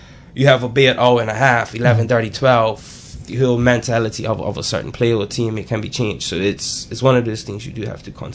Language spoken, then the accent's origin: English; St. George's, Bermuda; being born and raised in St. George's.